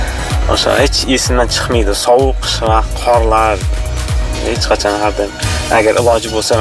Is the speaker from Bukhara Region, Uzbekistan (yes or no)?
no; Jizzakh, Jizzakh Region, Uzbekistan; born there; dadam Baxmal tumaniga qatnardi Jizzaxdan.